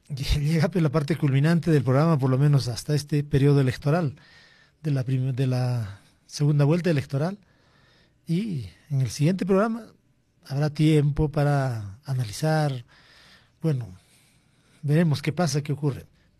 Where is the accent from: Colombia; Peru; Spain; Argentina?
Peru